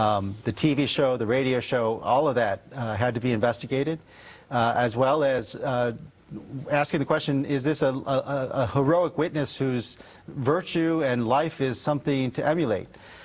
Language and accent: English; Harvey, Illinois, United States; And so I'm from Harvey, Archbishop Hicks is from South Holland, and Pope Leo is from Dalton.